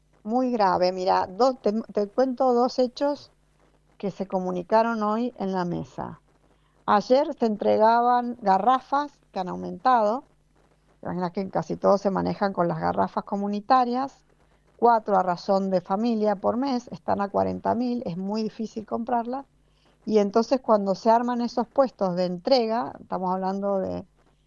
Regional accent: our province, Mendoza, Argentina

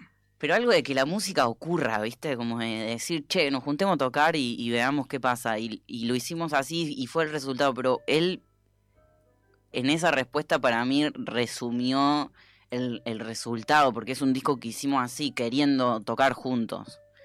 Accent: Laguna Larga, Córdoba, Argentina; moved away; Yo soy de un pueblo de Córdoba que se llama Laguna Larga.

